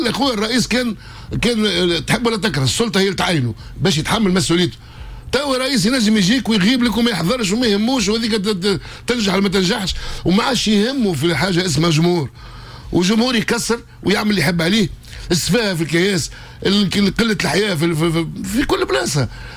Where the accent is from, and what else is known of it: Tunisia